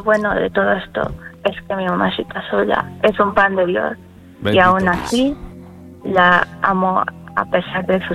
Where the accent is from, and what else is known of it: Madrid, Community of Madrid, Spain